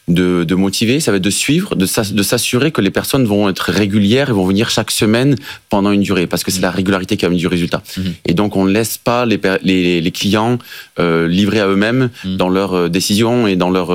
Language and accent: French; France; ben nous, en tant que bon français, on va aller conquérir le marché américain